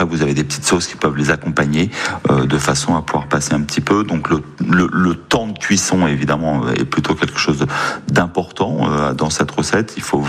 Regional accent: Tours, Centre-Val de Loire, France; now in Marseille, France; Tout à fait, je suis tourangeau, plus que de cœur, de racine.

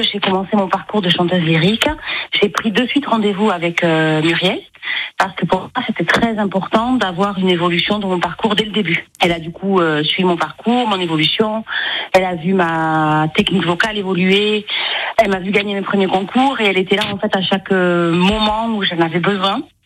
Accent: Toulouse, Occitanie, France; je suis toulousaine, je suis artiste lyrique.

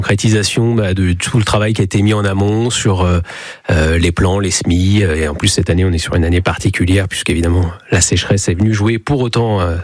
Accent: Yvetot, Normandy, France; Alors moi, mon enfance c'était essentiellement sur Yvetot, donc la capitale du Pays de Caux.

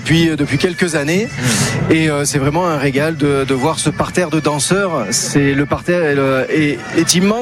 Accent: Provence-Alpes-Côte d'Azur, France; accent: Provençal; Oui, on vient de Provence. Il y a un petit peu l'accent, pas beaucoup, mais un petit peu

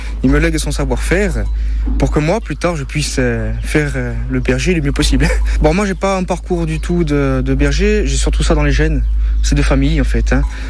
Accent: Corsica, France; ce savoir-faire-là, qui est pour nous très important chez nous en Corse, ancestral, c'est de famille.

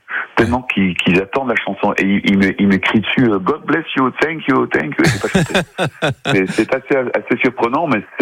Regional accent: Schaerbeek, Brussels-Capital Region, Belgium; Donc on a ce côté bruxellois. Donc moi je suis né à Schaerbeek, il est né à Schaerbeek aussi.

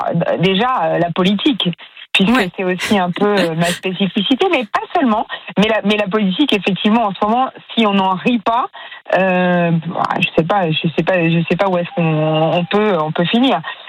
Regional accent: Toulon, Provence-Alpes-Côte d'Azur, France; Moi je viens de Toulon, vous voyez, donc je suis aussi une provinciale indécrottable

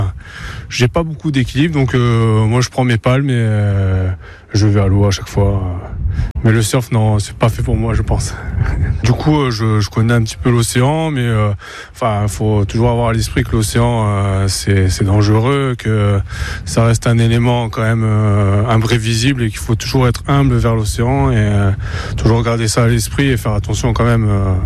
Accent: Bruges, Nouvelle-Aquitaine, France; De Bruges, à côté de Bordeaux.

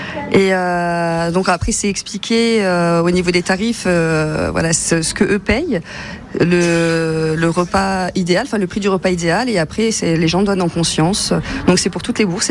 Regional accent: Metz, Grand Est, France; je viens de Metz-Manny et je viens de tester les petites cantines.

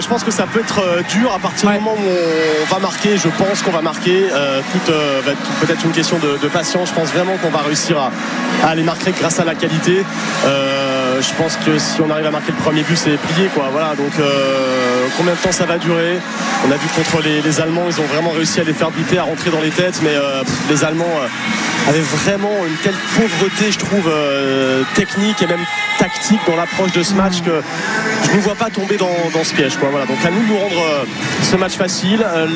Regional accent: France; tout le monde nous parle, des suiveurs, les gens lambda dans les ascenseurs, tout le monde nous dit mais c'est pas possible

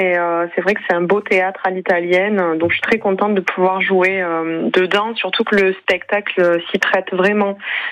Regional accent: Perpignan, Occitanie, France; Exactement, j'ai grandi à Perpignan.

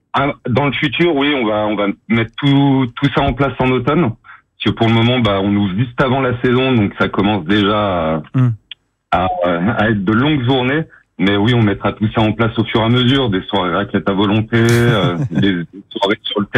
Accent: Saint-Gervais-les-Bains, Auvergne-Rhône-Alpes, France; also born or lived in Albertville; Je suis né à Albertville. Et puis, je suis arrivé très très tôt à Saint-Gervais. Donc, j'ai quasiment connu que ce village depuis petit. J'ai essayé de m'en aller de cette vallée, mais je suis à chaque fois revenu.

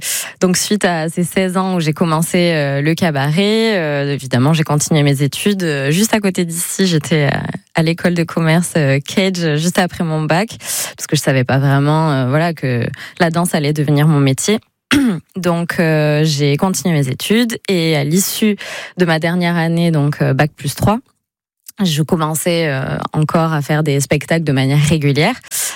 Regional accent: Tarnos, Nouvelle-Aquitaine, France; chez moi à Tarnos, parce que j'ai grandi à Tarnos

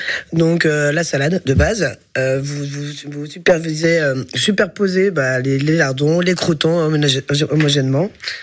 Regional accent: Lyon, Auvergne-Rhône-Alpes, France; now in Sommières, France; en tant que lyonnais

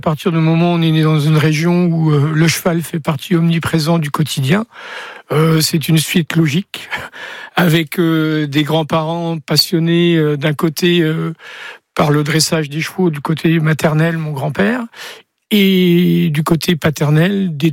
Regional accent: Craon, Pays de la Loire, France; je suis né élevé à Cran

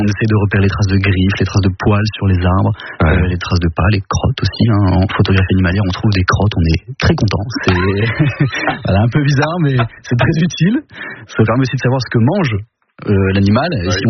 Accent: Roubaix, Hauts-de-France, France; j'ai grandi à Roubaix, à M.

